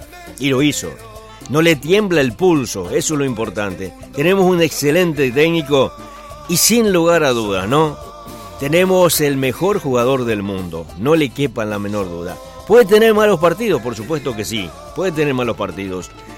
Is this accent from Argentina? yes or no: yes; Argentina